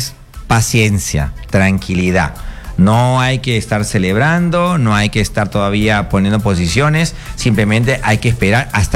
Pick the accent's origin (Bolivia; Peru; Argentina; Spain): Peru